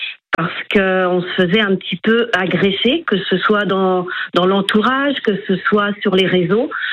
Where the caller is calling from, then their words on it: Château-Gontier, Pays de la Loire, France; Alors nous sommes de Château-Gontier.